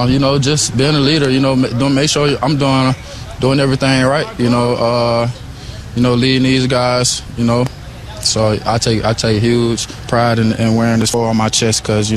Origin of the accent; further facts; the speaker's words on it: Atlanta, Georgia, United States; I grew up in Atlanta, Georgia. I played for a team called Glenwood.